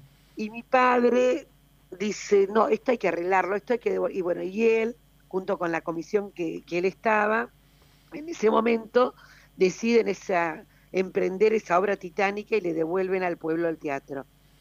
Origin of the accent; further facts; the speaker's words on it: Piedmont, Italy; now in Argentina; Vinimos de Piemonte, somos de Piemonte, somos piemonteses de provincia de Cuneo.